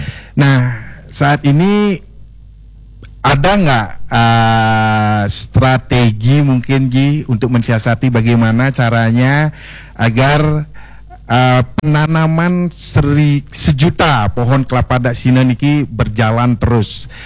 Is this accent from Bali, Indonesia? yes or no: yes; Bali, Indonesia; kita sebagai warga Bali